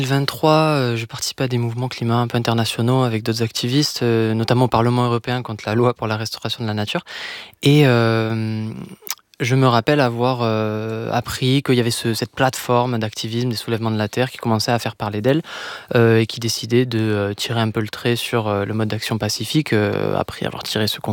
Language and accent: French; Toulouse, Occitanie, France; qui prévoyait des actions du côté de chez moi à Toulouse.